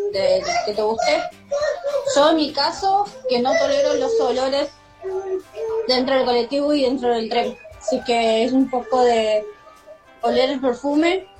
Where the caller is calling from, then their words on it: Buenos Aires, Argentina; de Buenos Aires.